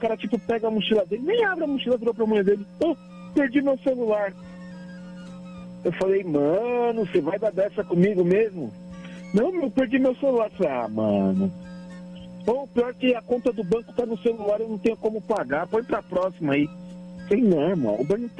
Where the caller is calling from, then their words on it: São Paulo, Brazil; Falo da Zona Norte de São Paulo.